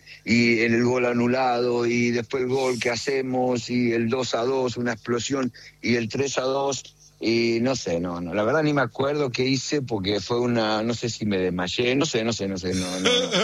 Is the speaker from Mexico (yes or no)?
no; Argentina; Hoy somos todos argentinos.